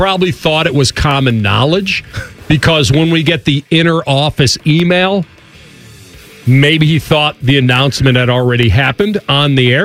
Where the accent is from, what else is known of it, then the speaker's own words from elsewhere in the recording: Chicago, Illinois, United States; moved away; me growing up in Chicago